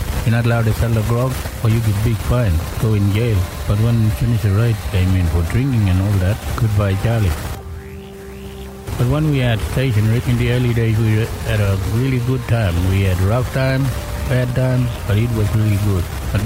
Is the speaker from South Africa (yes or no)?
no; Western Australia, Australia; I was born in River Gulbago in outside the New Napier on that limestone range. That's where I was born. There was no house, no doctor. I was born in bush.